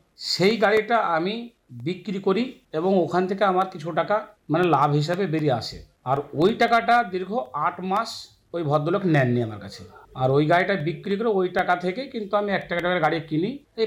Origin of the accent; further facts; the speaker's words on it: West Bengal, India; আমার গ্রাম টিকটিকি পাড়া, পোস্ট অফিস নগরাজল, বহরমপুর থানার অন্তর্গত আর কি।